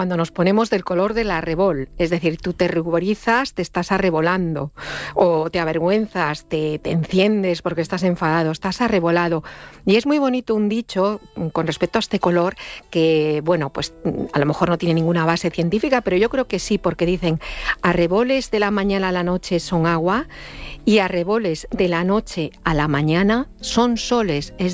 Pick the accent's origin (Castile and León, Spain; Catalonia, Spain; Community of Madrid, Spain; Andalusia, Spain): Community of Madrid, Spain; Madrid; born there; Yo, que he estudiado de pequeña en Madrid